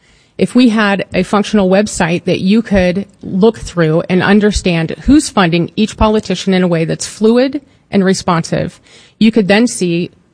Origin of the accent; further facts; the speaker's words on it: Indiana, United States; Born and raised in Indiana